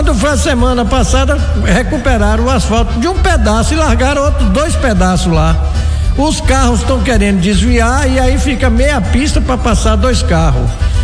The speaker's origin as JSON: {"language": "Portuguese", "town": "Jequié", "region": "Bahia", "country": "Brazil", "tie": "born there", "said": "eu comecei a frequentar o aeroporto de Salvador quando eu tinha 8 anos de idade, 7, 8 anos, que eu viajava com meu pai aqui de Jequié."}